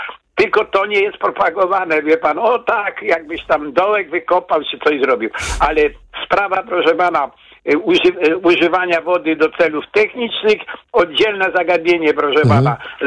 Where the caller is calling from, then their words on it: Kraków, Lesser Poland, Poland; ja już mieszkam w Krakowie już ponad 70 lat